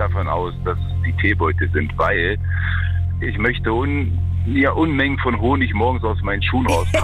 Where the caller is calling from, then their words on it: Bavaria, Germany; Ich komme aus Altenfried in der Nähe von Kempten.